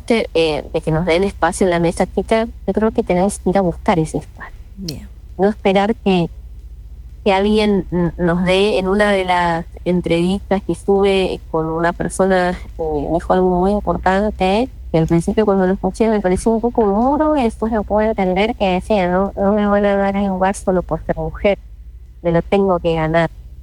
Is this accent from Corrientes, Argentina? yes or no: yes; Corrientes, Argentina; now in Buenos Aires, Argentina